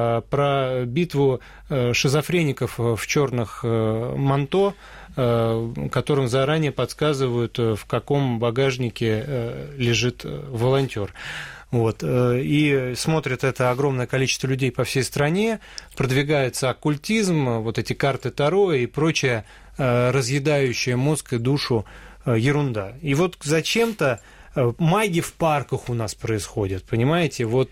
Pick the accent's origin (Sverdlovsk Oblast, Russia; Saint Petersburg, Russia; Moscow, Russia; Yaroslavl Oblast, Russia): Moscow, Russia; С гордостью буду говорить, как коренной москвич, и другим москвичам рассказывать